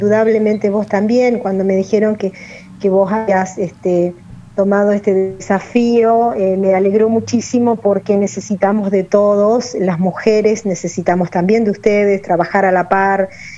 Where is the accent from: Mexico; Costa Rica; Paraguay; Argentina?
Argentina; San José de Feliciano, Entre Ríos; soy de San José de Feliciano, que es una localidad en la que sin dudas hay enormes problemáticas, como en todas las ciudades